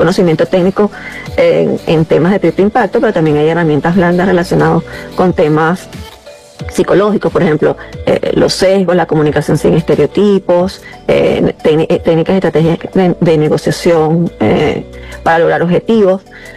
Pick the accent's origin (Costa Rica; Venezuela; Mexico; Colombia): Venezuela; mujeres que no están dentro de Venezuela, pero somos venezolanas.